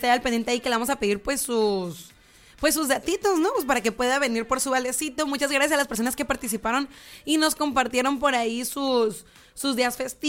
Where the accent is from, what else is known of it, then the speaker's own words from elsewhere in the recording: Mexico; como buenos mexicanos nos encanta nada más tener un motivo y un pretexto